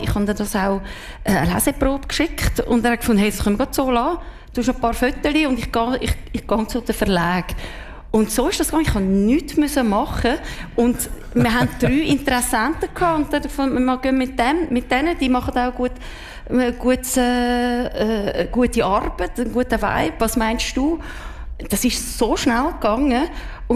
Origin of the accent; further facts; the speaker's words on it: Switzerland; Und das habe ich ein bisschen schade gefunden, weil ich bin doch eine Schweizerin.